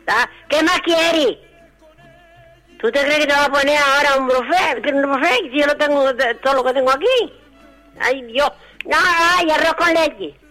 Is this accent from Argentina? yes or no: no; Las Palmas, Canary Islands, Spain; Soy de Las Palmas.